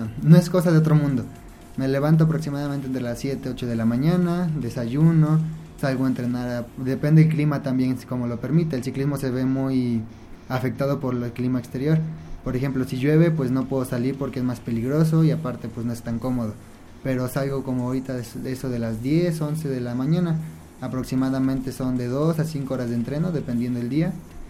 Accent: Apizaco, Tlaxcala, Mexico; now in Yauhquemehcan, Mexico; soy de aquí de Apizaco, Tlaxcala. Bueno, actualmente radico en Yoquemecan, pero soy originario de Apizaco.

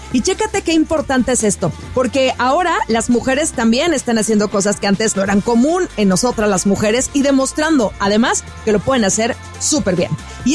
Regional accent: Mexico; Además, si somos mexicanos, con mayor razón tenemos que apoyar lo que está haciendo Katia Itzel García

